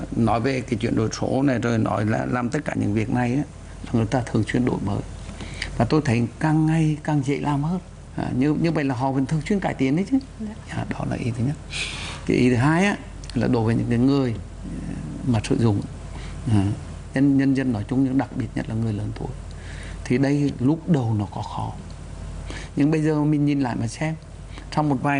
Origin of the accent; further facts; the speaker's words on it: Quang Binh, Vietnam; moved away; Ngày xưa tôi là người không phải sống ở Hà Nội, sinh ra lớn lên ở Quảng Bình ngày xưa đấy.